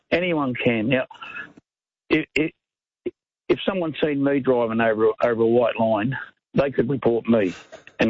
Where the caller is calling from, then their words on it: Warrnambool, Victoria, Australia; I'm from Warrnambool, from down this area.